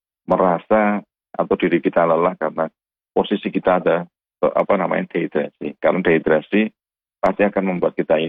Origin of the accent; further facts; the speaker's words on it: Semarang, Central Java, Indonesia; kita sebagai warga Kota Semarang